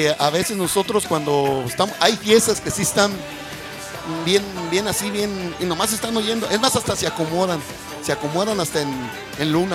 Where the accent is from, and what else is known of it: Michoacán, Mexico